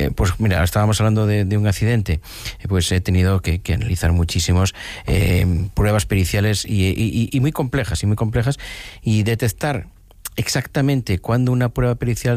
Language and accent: Spanish; Galicia, Spain; Yo soy gallego, aquí cualquier anciano de mi pueblo te dice enseguida lo que tienes según lo que haces.